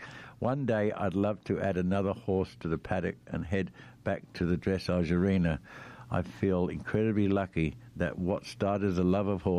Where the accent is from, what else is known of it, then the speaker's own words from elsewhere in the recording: Western Australia, Australia; also born or lived in Darwin; owner of Pimp My Pony. I was born in Darwin, but have lived in Western Australia for most of my life.